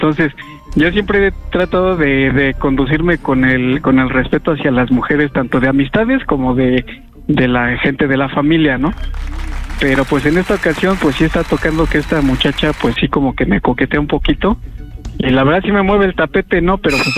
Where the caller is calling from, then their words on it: Naucalpan, State of Mexico, Mexico; hablo de Naucalpan, Estado de México.